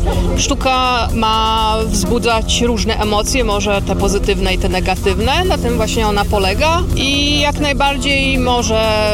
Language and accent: Polish; Gniezno, Greater Poland Voivodeship, Poland; also born or lived in Zalasewo; Pochodzę z Podpoznania, dokładnie to z Zalasewa, to jest tuż pod Swarzędzem. No a ogólnie pochodzę z Gniezna, z pierwszej stolicy Polski, z którym się dość silnie identyfikuję, też tam działam. Ogólnie mówię, że jestem Wielkopolanką, bo moje serce należy do Wielkopolski.